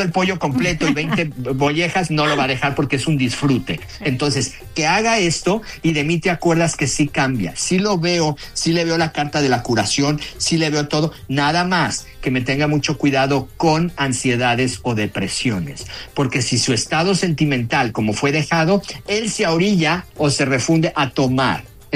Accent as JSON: {"language": "Spanish", "region": "Jalisco", "country": "Mexico", "said": "esto lo hacían en mi pueblo, yo soy de Jalisco."}